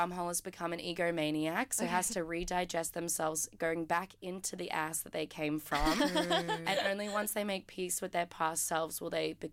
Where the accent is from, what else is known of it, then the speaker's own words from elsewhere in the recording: Queensland, Australia; moved away; all of us Queenslanders, because we're both from Queensland